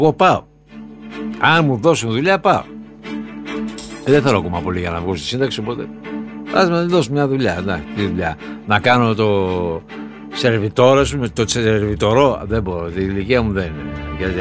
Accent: Gazoros, Central Macedonia, Greece; born there; moved away; στο Γάζαρο, στο Ρώμο, το χωριό μου.

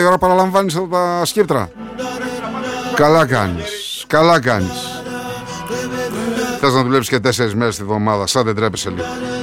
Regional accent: Axos, Crete, Greece; από το χωριό μου, από την Αξό

